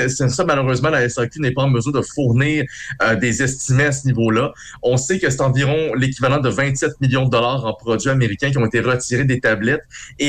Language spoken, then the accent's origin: French; Canada; en tant que Canadien, on s'entend